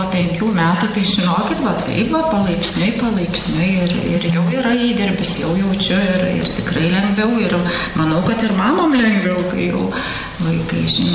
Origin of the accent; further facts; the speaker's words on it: Utena, Utena County, Lithuania; visi matys, kad mes iš Utenos, kad mes atstovaujam Uteną.